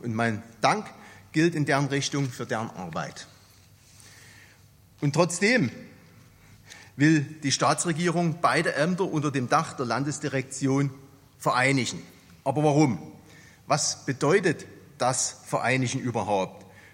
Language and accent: German; Meissen, Saxony, Germany; Altstädte wie meine Heimatstadt Meißen, wie Pirna, wie Görlitz, die leben von ihrer Altstadt.